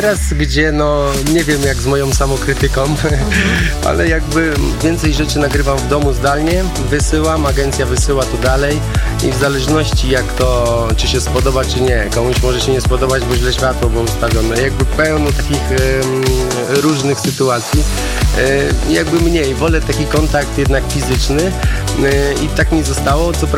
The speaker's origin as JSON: {"language": "Polish", "town": "Radom", "region": "Masovian Voivodeship", "country": "Poland", "said": "mówię, ty jestem z Radomia"}